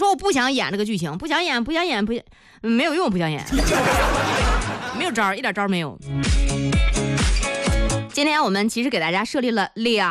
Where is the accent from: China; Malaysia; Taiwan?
China; Zhengding, Hebei; accent: Zhengding Mandarin; 我们正定人也说普通话，但是我们那个普通话吧说的吧，你一听就是正定普通话